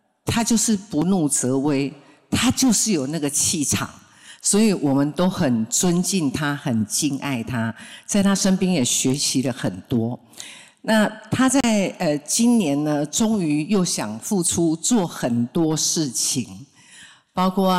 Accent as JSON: {"language": "Chinese", "country": "Taiwan", "accent": "Taiwanese-accented Mandarin", "second_language": "Chinese", "said": "我感觉我的台语就标准的啦。国语稍微突出突出啦"}